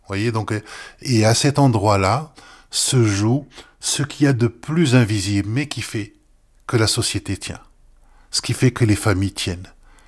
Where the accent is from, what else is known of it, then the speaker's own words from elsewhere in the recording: Morocco; now in France; D'abord, c'est mon pays d'origine. Et je vois l'évolution du pays, de sa transformation.